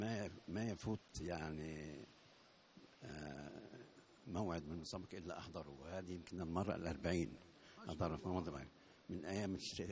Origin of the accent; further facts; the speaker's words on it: Egypt; انا من مصر اساسا